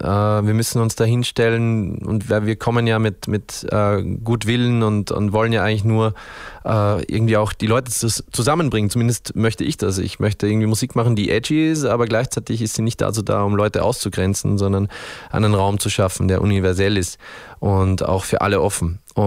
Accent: Upper Austria, Austria; now in Vienna, Austria; Bin ich jetzt Oberösterreicher oder bin ich beides? Bin ich eigentlich ein Wiener? Ich muss jetzt mal rechnen. Ich glaube, ich bin schon fast die Hälfte meines Lebens jetzt auch in Wien.

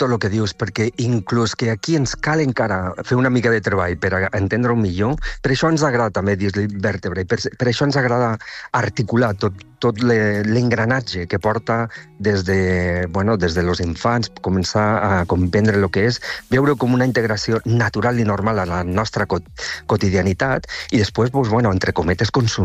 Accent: Tortosa, Catalonia, Spain; moved away as an adult; also born or lived in Barcelona / Belgium; now in Tortosa, Spain; Bueno, Tortosa, com deia abans, és la meva ciutat natal.

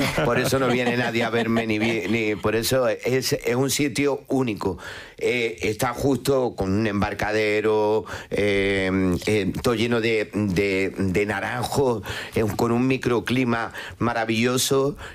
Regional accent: Granada, Andalusia, Spain; Granada, de mi tierra

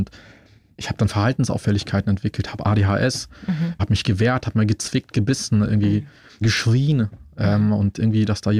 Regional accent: Munich, Bavaria, Germany; also ich bin in Schwabing aufgewachsen, die meisten meiner Mitschüler hatten irgendwie ein Einfamilienhaus.

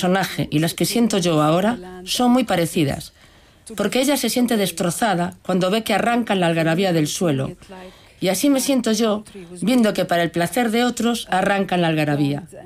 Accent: Lebanon; Y puedo decir, justamente yo que vengo del Líbano, me siento más o menos como mi personaje en la obra.

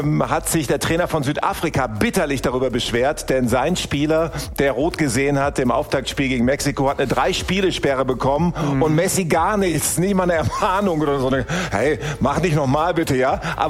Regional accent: Germany; als Deutscher

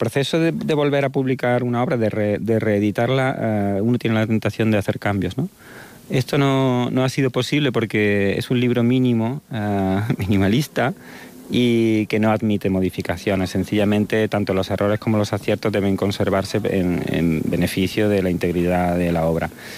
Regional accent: Andalusia, Spain; esta circunstancia me ha ayudado a construir mi identidad como español y como andaluz, sobre todo. Estando allí me di cuenta sobre todo de lo andaluz que era

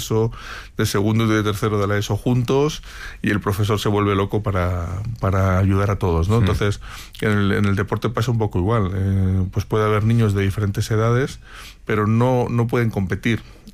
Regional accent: Madrid, Community of Madrid, Spain; yo me he criado, aunque soy de aquí de Madrid, he tenido la suerte de veranear en pueblos de la España vaciada

